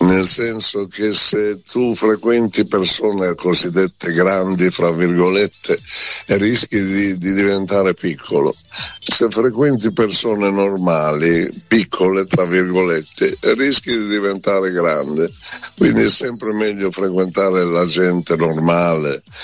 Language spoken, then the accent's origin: Italian; Emilia-Romagna, Italy; essendo un emiliano romagnolo